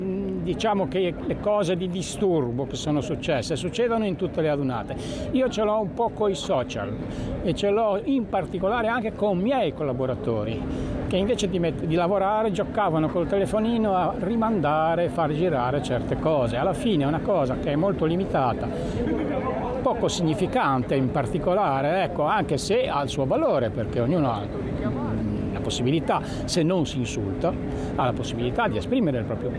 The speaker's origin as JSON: {"language": "Italian", "town": "Genoa", "region": "Liguria", "country": "Italy", "said": "noi siamo di Genova"}